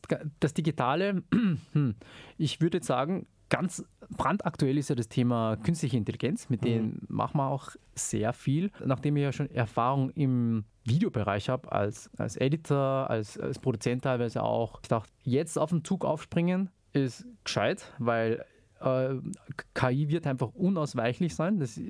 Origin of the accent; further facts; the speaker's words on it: Salzburg, Austria; im Zuge des Unterrichts hat man halt viele Sachen gelernt, die man als Salzburger auch noch nicht gehört hat oder zumindest es nie hinterfragt hat.